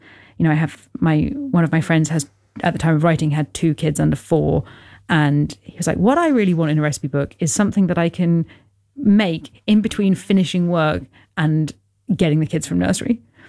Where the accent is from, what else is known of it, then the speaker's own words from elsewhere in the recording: London, United Kingdom; I was born in London, like London is my home and I feel very strongly that, you know, everywhere I've lived in London, I've lived in a lot of places, as probably most Londoners have, the kind of shuttle from rental flat to rental flat